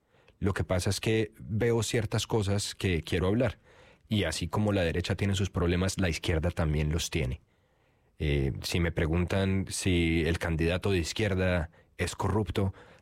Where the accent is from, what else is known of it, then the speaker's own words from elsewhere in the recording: Colombia; yo soy colombiano, obviamente algunas personas que son buenas con el acento me oirán